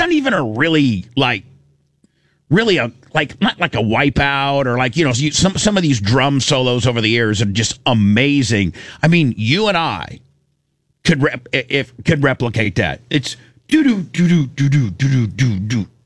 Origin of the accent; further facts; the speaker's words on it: Indiana, United States; I grew up in Indiana, and I heard about it.